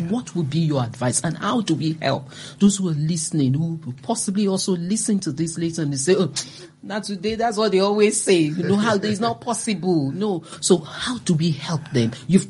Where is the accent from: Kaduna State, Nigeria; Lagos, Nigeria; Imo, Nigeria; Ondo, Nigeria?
Lagos, Nigeria; Mushin; I mean, I grew up in Mushin in Lagos.